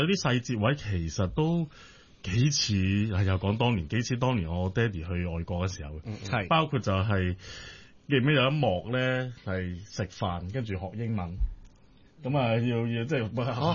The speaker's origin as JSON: {"language": "Cantonese", "country": "China", "said": "咁我哋中國人就好講嘢食啦"}